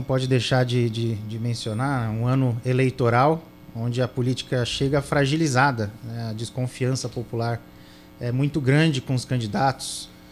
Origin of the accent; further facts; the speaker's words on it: São Paulo, Brazil; Eu sou de família política da Zona Sul, natural da Zona Sul de São Paulo.